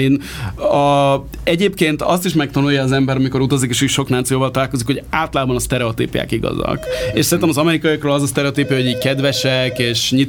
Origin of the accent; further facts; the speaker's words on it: Hungary; hogy mi az, hogy magyar. Én a ilyen helyieknek inkább azt hazudtam, hogy spanyol vagyok, mert azt akkor tudták, hogy mi.